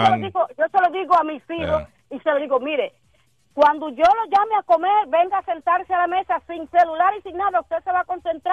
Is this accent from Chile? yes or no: no; Dominican Republic; Sí, yo soy dominicana.